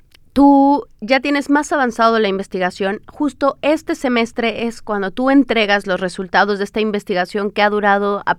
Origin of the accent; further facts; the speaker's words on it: Mexico; now in Chile; una acá sufriendo como buena mexicana.